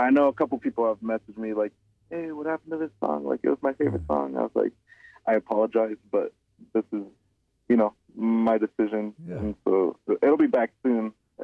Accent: California, United States; moved away; also born or lived in Albuquerque; being born and raised in SoCal, like all over SoCal, every 2 years, my mom and I, we would move to a different city.

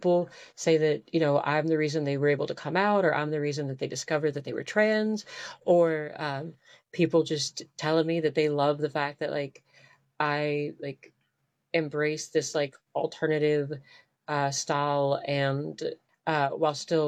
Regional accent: Virginia, United States; And so I ended up moving back home and really embracing the fact that I'm from the Blue Ridge Mountains of southwestern Virginia.

